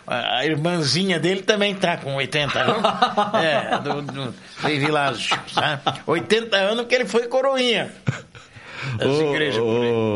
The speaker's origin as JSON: {"language": "Portuguese", "region": "São Paulo", "country": "Brazil", "tie": "born there", "also_born_or_lived": "Guaratuba", "moved": "yes", "said": "E depois disso, porque na realidade eu nasci em São Paulo."}